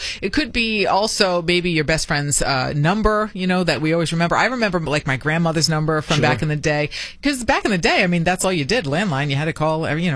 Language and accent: English; Foster, United States; I'm from Foster, and we had a lot of, you know, it's like, oh, here comes the snow. We were in the snow belt